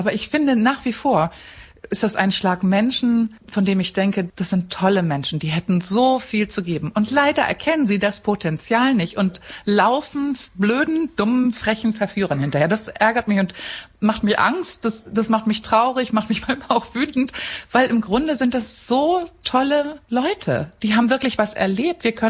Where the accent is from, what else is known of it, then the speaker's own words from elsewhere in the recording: Cuxhaven, Lower Saxony, Germany; also born or lived in Hamburg; Ich bin eine Hamburgerin und genau, und dann in Cuxhaven groß geworden und habe mein Leben lang nur in Westdeutschland gelebt.